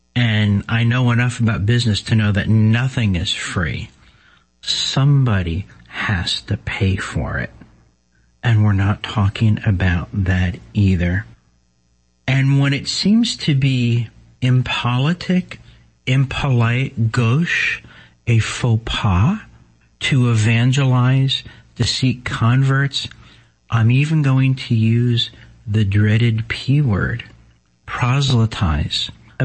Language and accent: English; Newark, New Jersey, United States; I'm from Newark, New Jersey.